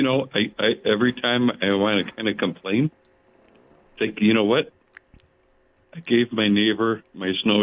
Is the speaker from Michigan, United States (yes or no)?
yes; Detroit, Michigan, United States; moved away as an adult; also born or lived in Chicago / Stillwater, Oklahoma; I grew up in Detroit.